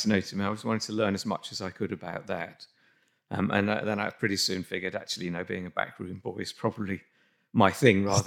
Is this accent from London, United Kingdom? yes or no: no; Fleetwood, North West England, United Kingdom; also born or lived in North Yorkshire; I was born in Fleetwood in Lancashire. It's in a fishing town up north. My family decided to become smallholders and moved out into North Yorkshire when I was about 10 or 11